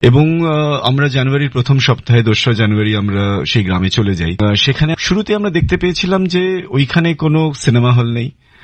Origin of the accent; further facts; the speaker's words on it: Durgapur, West Bengal, India; আমি দুর্গাপুরে Saint Xavier স্কুলে পড়াশোনা করেছি, সেখানে আমার জন্ম দুর্গাপুরে।